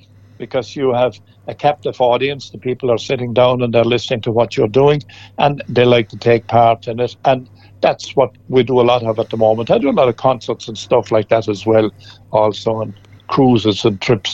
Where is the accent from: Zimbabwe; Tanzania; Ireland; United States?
Ireland; born there; I was born out in the Front Strand